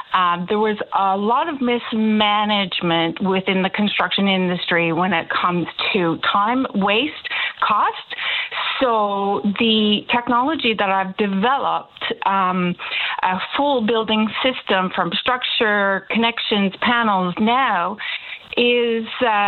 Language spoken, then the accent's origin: English; Bonavista, Newfoundland and Labrador, Canada; I got the help of my hometown of Bonavista and my entire family on both sides